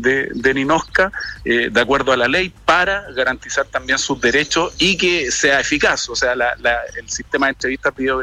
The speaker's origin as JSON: {"language": "Spanish", "region": "Valparaíso", "country": "Chile", "tie": "born or raised there", "said": "Yo soy oriundo del sector, soy de Rodelillo, me he mantenido en el eje varón siempre."}